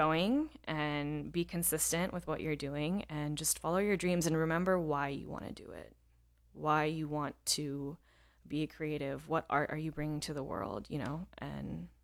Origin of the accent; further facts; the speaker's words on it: India; Yeah, I am a South Asian girly. I'm Indian.